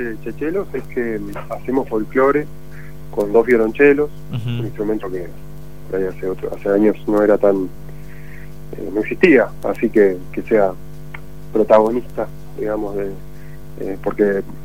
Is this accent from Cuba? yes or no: no; Buenos Aires, Argentina; born there; now in Córdoba, Argentina; Porque yo soy de Buenos Aires, nacido, ahora vivo en Córdoba, pero escuchaba folclore como se escucha folclore en Buenos Aires